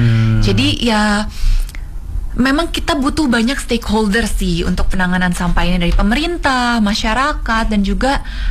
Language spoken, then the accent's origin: Indonesian; Jakarta, Indonesia; Selahir dan tumbuh besar di Jakarta sih.